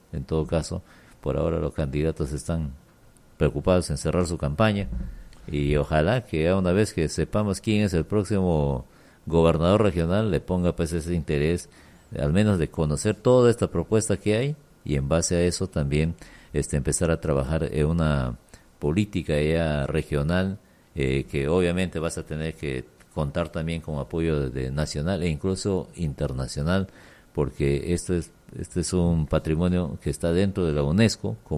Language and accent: Spanish; San Martín, Peru; el símbolo que nos identifique como sanmartinenses